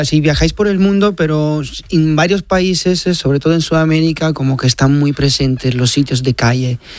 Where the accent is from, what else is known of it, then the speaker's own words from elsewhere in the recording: Italy; Spanish is a second language; soy de italiano, de Italia, y él es Edward.